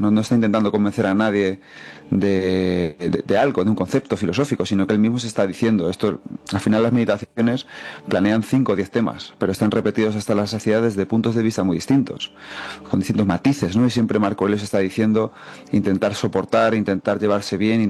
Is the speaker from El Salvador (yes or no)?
no; Manzanares, Castilla-La Mancha, Spain; Yo soy un pueblo de Ciudad Real muy chiquitín, de Manzanares. Bueno, no tan chiquitín, somos 15, 18 mil.